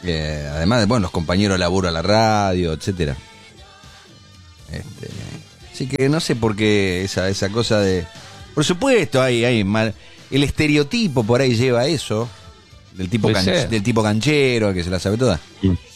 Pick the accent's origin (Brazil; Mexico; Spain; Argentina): Argentina; Somos todos argentinos, somos distintos, somos diversos.